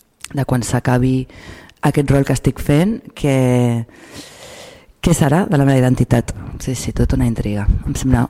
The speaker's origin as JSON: {"language": "Catalan", "town": "Barcelona", "region": "Catalonia", "country": "Spain", "said": "la meva identitat com vallcarquina també és algo que tinc com molt, molt potent"}